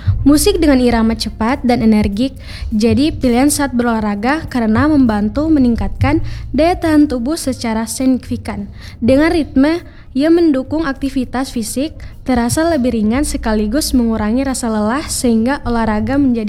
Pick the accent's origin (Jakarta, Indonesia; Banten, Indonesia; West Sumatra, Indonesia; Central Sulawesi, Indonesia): Central Sulawesi, Indonesia; now in Palu, Indonesia; Asal saya dari Kulawi, Lempelero, paling tepatnya.